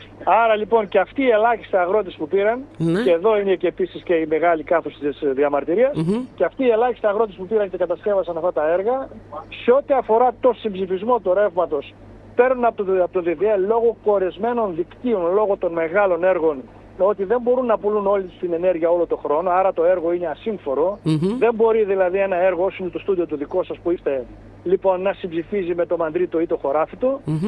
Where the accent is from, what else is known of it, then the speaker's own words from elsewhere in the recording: Larissa, Thessaly, Greece; που είναι όσο είναι η μισή Λάρισα, μιας και είμαι Λαρισαίος